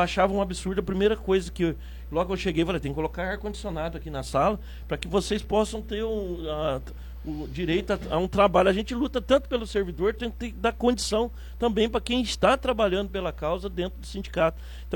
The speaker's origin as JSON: {"language": "Portuguese", "town": "Cunha", "region": "São Paulo", "country": "Brazil", "said": "Eu vim de uma outra cidade, eu vim lá da cidade de Cunha."}